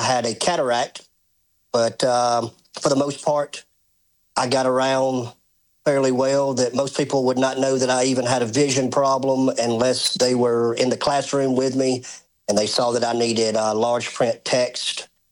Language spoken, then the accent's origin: English; Thomaston, Georgia, United States; I'm from Georgia. I was born and raised in a small town of Thomaston, Georgia.